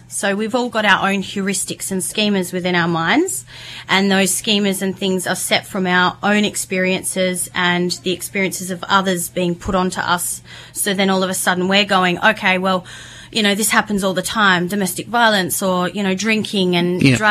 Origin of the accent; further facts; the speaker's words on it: Western Australia, Australia; I grew up on Wajog Noongarbujja. So I was I grew up in the Perth Hills.